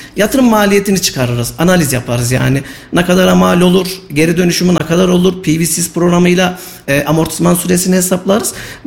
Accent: Kayseri, Turkey; Kayseri'de ikamet ediyoruz. Evet. Kayserliyiz.

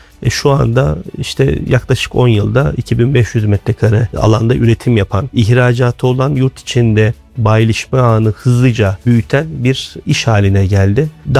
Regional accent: Kayseri, Turkey; born there; Kayseri doğumluyum. 47 yaşındayım. 2 evladım var.

